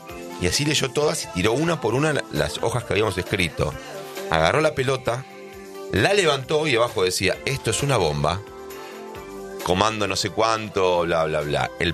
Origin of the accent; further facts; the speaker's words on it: Buenos Aires, Argentina; yo no puede ser que sea un argentino bastante tanguero como porteño